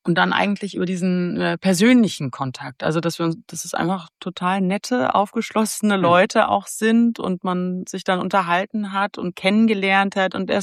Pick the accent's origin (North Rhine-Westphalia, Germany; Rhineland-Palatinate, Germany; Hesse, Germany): North Rhine-Westphalia, Germany; Wuppertal; also born or lived in Leipzig; Also ich bin ja dann in Wuppertal aufgewachsen, zwar in Leipzig geboren, aber in Wuppertal aufgewachsen